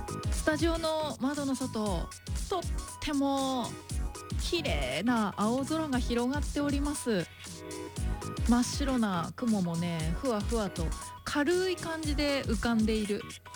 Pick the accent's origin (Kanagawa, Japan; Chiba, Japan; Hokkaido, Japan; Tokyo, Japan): Kanagawa, Japan; 私今日地元の神奈川をね出てきた